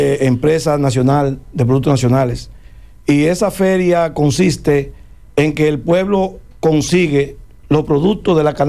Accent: Moca, Espaillat, Dominican Republic

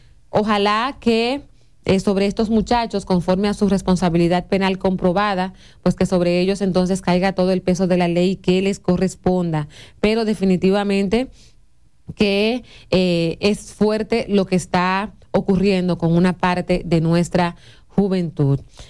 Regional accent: Dominican Republic; nosotros como dominicanos sabemos comer, mas no alimentarnos

